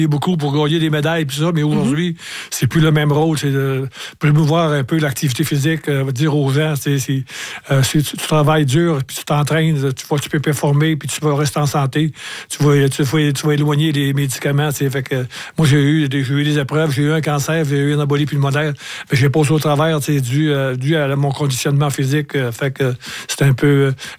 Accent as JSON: {"language": "French", "town": "Montreal", "region": "Quebec", "country": "Canada", "said": "Fait que 4 ans après, vu que c'était chez nous à Montréal, je tenais beaucoup à être présent à cette compétition."}